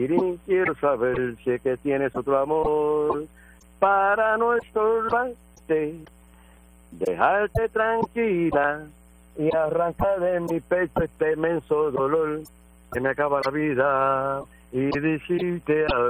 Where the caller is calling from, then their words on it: Cabo Rojo, Puerto Rico; De aquí de Cabo Rojo.